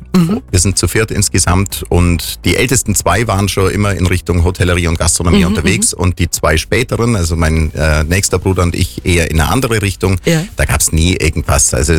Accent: Oberstaufen, Bavaria, Germany; Dort, mein Heimatort, wohne ich auch bis heute sehr, sehr gern.

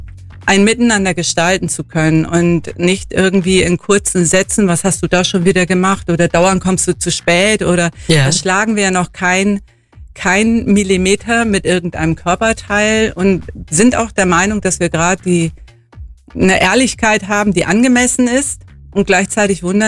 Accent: Northern Germany, Germany; moved away as an adult; now in Waltenhofen, Germany; ich bin ja keine Allgäuerin. Man hört es mir an der Zunge meistens noch an. Ich komme aus dem Norden und bin hier im Allgäu angekommen im Rahmen meiner Ausbildung. Ich habe hier Betriebswirtschaft studiert.

